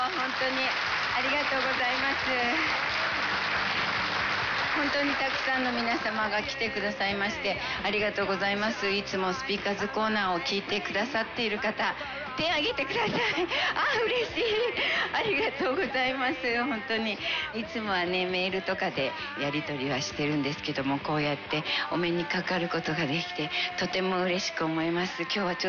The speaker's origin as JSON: {"language": "Japanese", "region": "Tokyo", "country": "Japan", "tie": "born or raised there", "said": "私自身はですね、東京出身なんですけれども、実は母親が仙台生まれでして、父は塩釜で生まれました。"}